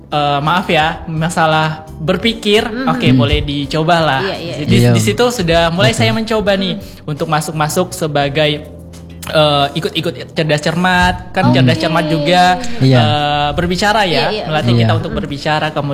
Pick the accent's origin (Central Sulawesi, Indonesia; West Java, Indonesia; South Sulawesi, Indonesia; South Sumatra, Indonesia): Central Sulawesi, Indonesia; remaja-remaja yang ada di kampung saya khususnya di Kabupaten Parigi Motong sana